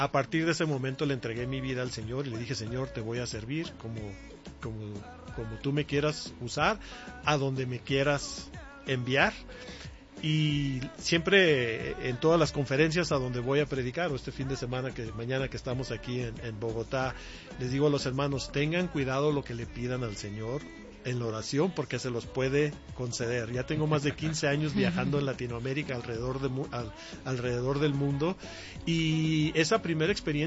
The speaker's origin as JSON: {"language": "Spanish", "country": "Mexico", "moved": "yes", "lives_now": "United States", "said": "Yo soy mexicano."}